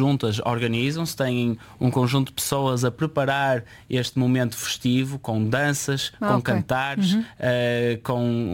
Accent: Porto, Norte, Portugal; enquanto portuense orgulhoso

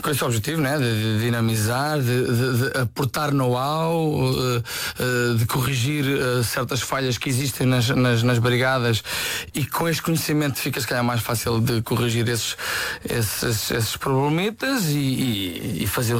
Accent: Lourinhã, Lisbon, Portugal; não sou do Oeste, orgulhosamente sou de Ribamar, de Lourinhã, sou português acima de tudo.

